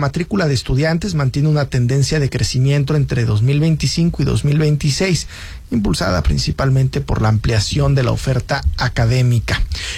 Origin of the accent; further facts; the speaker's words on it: Coahuila, Mexico; Y si yo quiero estar más de 30 días al año en Nuevo León, siendo coahuilense, puedo estar.